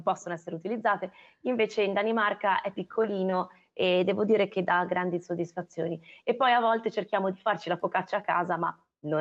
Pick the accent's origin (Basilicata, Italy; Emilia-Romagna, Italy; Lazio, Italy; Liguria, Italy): Liguria, Italy; Genoa; also born or lived in Milan; now in Denmark; Io peraltro sono originaria di Pra, perché i miei genitori abitano a Pra